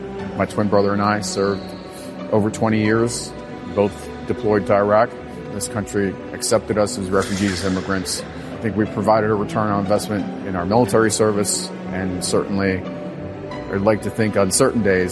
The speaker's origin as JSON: {"language": "English", "town": "New York City", "region": "New York", "country": "United States", "tie": "born or raised there", "also_born_or_lived": "Soviet Union", "said": "I grew up originally in New York City, went to public schools"}